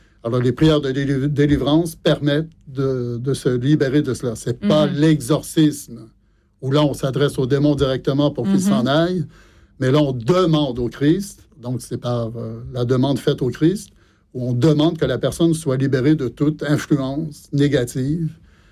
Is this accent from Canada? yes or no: yes; Quebec, Canada; moved away as an adult; now in Fontenay, France; 2001 de quitter le Québec où j'étais en pastorale jeunesse dans l'archidiocèse de Montréal.